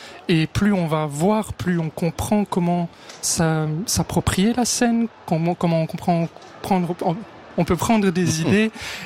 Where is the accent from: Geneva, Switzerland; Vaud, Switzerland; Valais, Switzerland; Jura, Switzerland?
Jura, Switzerland; je viens du Jura.